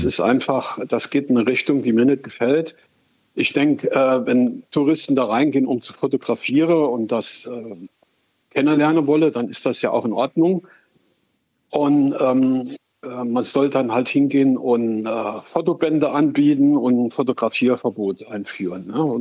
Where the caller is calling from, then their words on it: St. Ingbert, Saarland, Germany; Ich komme aus St. Ingbert.